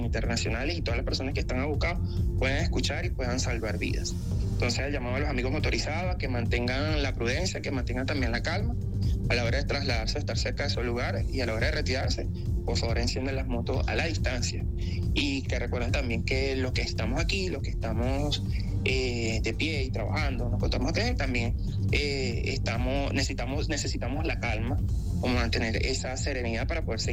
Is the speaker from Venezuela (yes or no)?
yes; Venezuela; esa hermandad que nos caracteriza como venezolanos